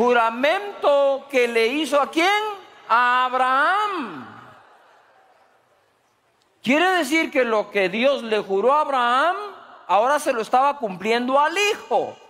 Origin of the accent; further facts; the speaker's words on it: Guatemala; El que quieren que haga, si soy chapín también, ni modo que voy a dejar de ser chapín aquí.